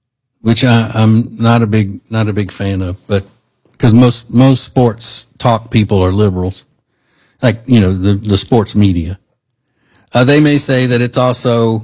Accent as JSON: {"language": "English", "region": "Louisiana", "country": "United States", "tie": "born or raised there", "said": "and I was a decorated athlete growing up in Louisiana."}